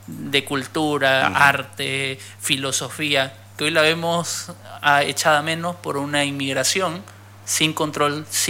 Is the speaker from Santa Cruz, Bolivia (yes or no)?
yes; Santa Cruz, Bolivia; soy parte de, como cruceño